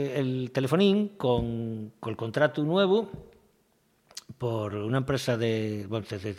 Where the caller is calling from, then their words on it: Mieres, Asturias, Spain; vivo en Mieres, en un pueblo de Mieres